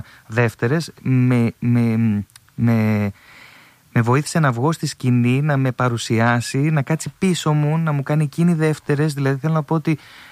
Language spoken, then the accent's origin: Greek; Thessaloniki, Central Macedonia, Greece; οι καλλιτέχνες, οι τραγουδιστές που είμαστε και από τη Θεσσαλονίκη, μια έτσι ομάδα και μια ζήμη που μπορεί να αλλάξει πράγματα.